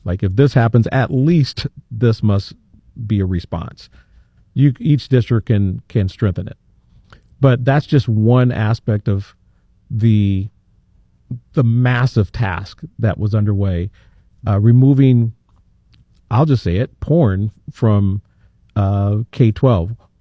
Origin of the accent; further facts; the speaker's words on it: Johnston, Iowa, United States; In Johnston, my hometown